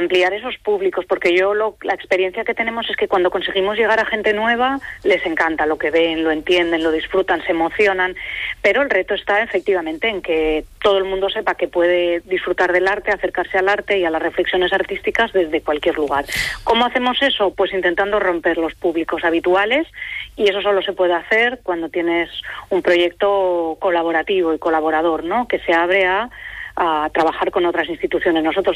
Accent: Asturias, Spain; todo lo que nos ha conformado como asturianos y asturianas, ¿no? Toda esta tradición industrial propia de nuestro territorio.

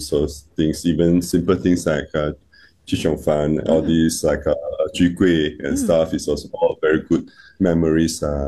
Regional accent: Henderson, Singapore; because we, our old place where I grew up itself was in Henderson. So we are kind of in between three different markets.

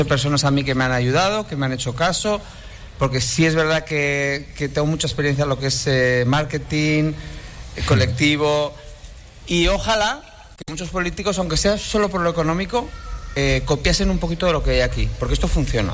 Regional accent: Pamplona, Navarre, Spain; now in Maspalomas, Spain; Yo soy de Pamplona.

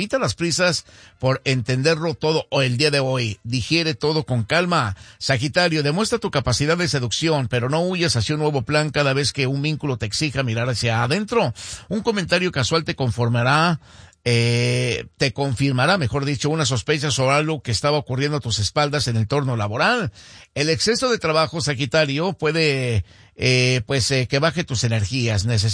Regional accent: Huejúcar, Jalisco, Mexico; born there; moved away; para ir a mi pueblo

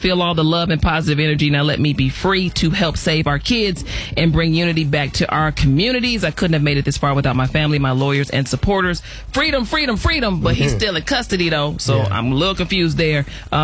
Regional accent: Chicago, Illinois, United States; I'm from Chicago, and I'm with Alton on this.

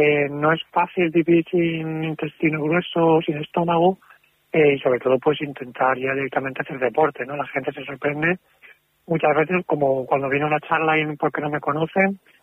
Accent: Valencia, Valencian Community, Spain; yo soy de Valencia

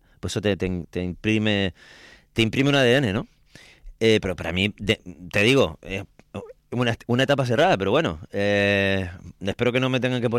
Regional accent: San Cristóbal de La Laguna, Canary Islands, Spain; ahora voy a hablar como lagunero

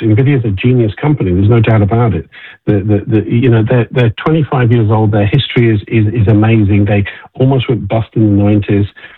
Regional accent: United Kingdom; And, I'm a Brit, but I still want America to win in this race.

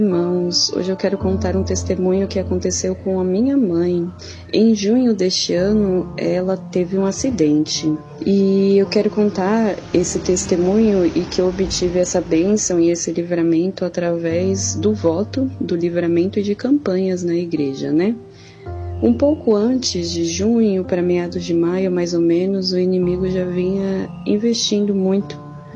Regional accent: Guarulhos, São Paulo, Brazil; sou de Guarulhos.

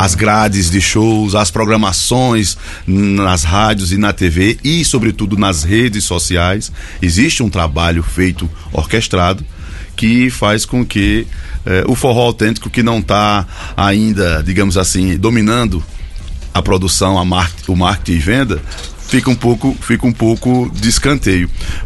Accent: Juazeiro do Norte, Ceará, Brazil; Ultimamente eu tô mais aqui do que lá, mas eu sou de Juazeiro do Norte, Ceará, moro lá.

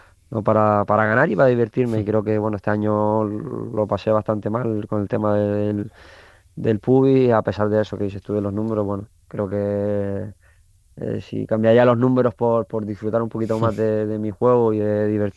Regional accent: Canary Islands, Spain; also born or lived in Madrid; now in A Coruña, Spain; yo al final soy canario

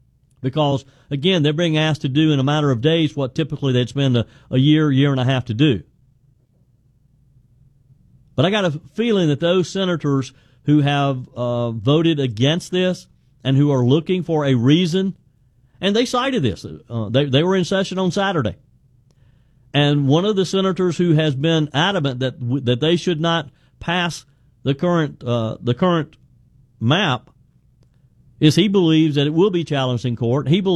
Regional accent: South Carolina, United States; Here in my home state of South Carolina, we are in the middle of a special session.

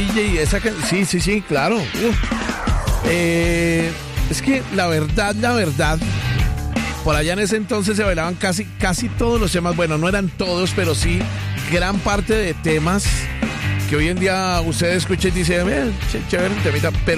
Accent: Cali, Valle del Cauca, Colombia; moved away; por allá en Cali, en mi tierra.

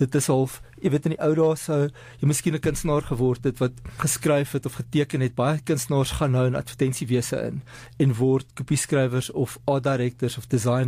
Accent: Pretoria, Gauteng, South Africa; moved away as an adult; also born or lived in Cape Town; Ek is die jongste van 6 kinders. Ek is in Pretoria gebore en ek was in die, ek dink die ou moedersbond, is ek daar gebore.

